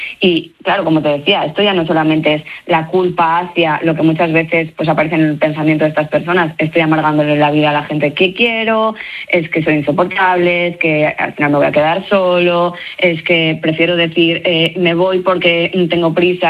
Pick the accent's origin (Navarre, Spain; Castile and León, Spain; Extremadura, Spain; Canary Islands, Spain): Castile and León, Spain; León; Pero bueno, yo pues soy de León. ¿De dónde he salido? De León, concretamente.